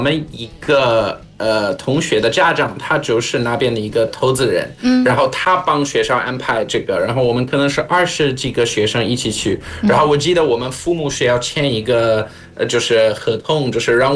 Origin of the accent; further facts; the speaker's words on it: South Africa; 但是我们在南非最大的行业之一就是挖矿，就是黄金还有钻石什么的，所以